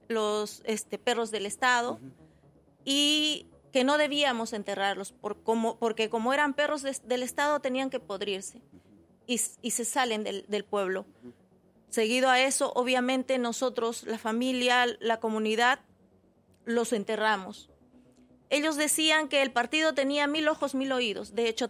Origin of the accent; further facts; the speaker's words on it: Peru; Es una pena ver a gente joven que no tiene idea de lo que ha pasado en Perú, en nuestro país.